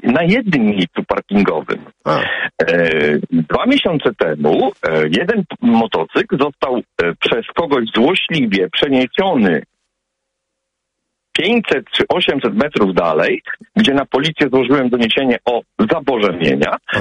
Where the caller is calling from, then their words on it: Bydgoszcz, Kuyavian-Pomeranian Voivodeship, Poland; Mieszkam w Bydgoszczy, na osiedlu Błonie